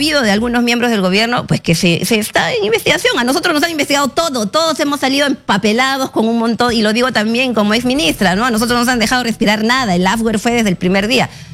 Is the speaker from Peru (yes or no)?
yes; Peru; now in Lima, Peru; el gran desafío que tenemos como peruanos, sobre todo los que vivimos en Lima, en las grandes ciudades